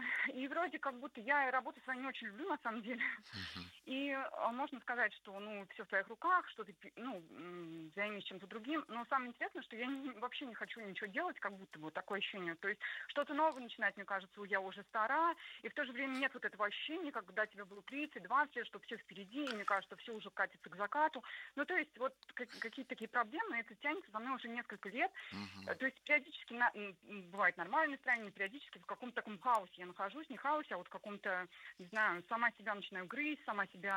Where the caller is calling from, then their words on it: Kazan, Tatarstan, Russia; я из Казани, мне 42 года.